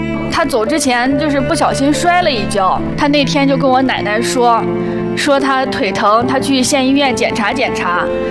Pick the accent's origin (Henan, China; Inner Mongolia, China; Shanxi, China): Henan, China; Zhoukou; ，我来自河南省周口市的一个小农村。我今年25岁了